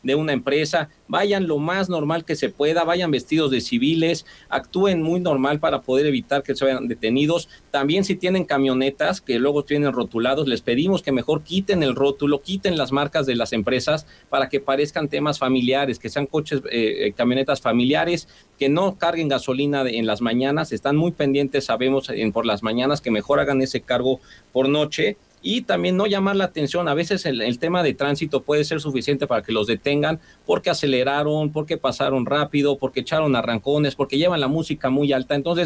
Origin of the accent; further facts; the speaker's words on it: Mexico; todos los que somos paisanos y mexicanos